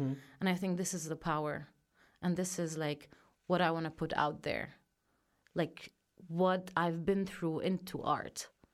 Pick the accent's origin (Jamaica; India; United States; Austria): Austria; born there; first language German; English is a second language; learning that, yes, I do have somehow Austrian identity because I was born here and I speak it. This is my first language that I learned perfectly.